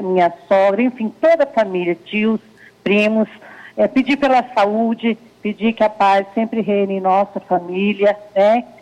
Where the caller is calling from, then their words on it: Quinta do Sol, Paraná, Brazil; Eu falo de Quinta do Sol, Paraná, interior do Paraná, Silvia, próximo a Campo Mourão, região noroeste do Paraná.